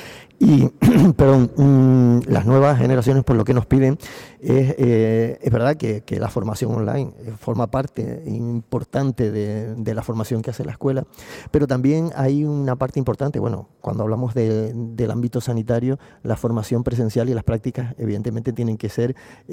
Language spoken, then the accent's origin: Spanish; Lanzarote, Canary Islands, Spain; yo soy de Lanzarote